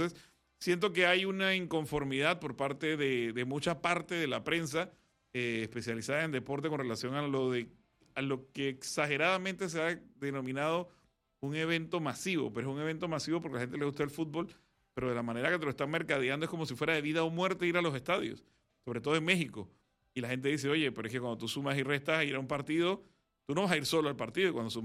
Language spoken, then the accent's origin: Spanish; Panama; nosotros, como claros panameños